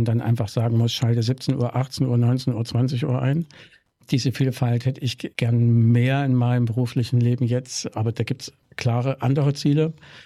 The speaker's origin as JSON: {"language": "German", "town": "Jena", "region": "Thuringia", "country": "Germany"}